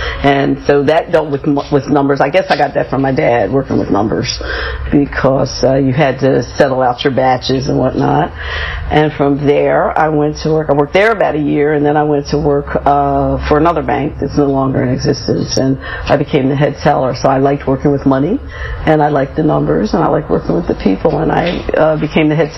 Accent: Philadelphia, Pennsylvania, United States; I grew up in West Philadelphia, in the Copps Creek area, with my parents and my sister. And I attended Masterman and Girls High.

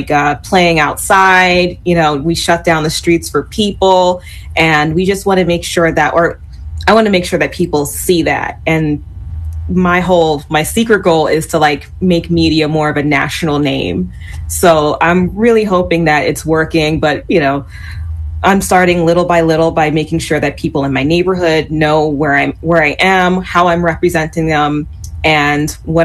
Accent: Germantown, Pennsylvania, United States; I'm from Germantown. I just wanted to make sure people know that.

